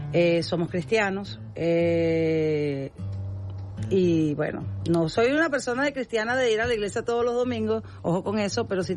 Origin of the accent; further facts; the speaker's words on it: Falcón, Venezuela; no soy de La Guaira, pero amo La Guaira. Soy del estado Falcón.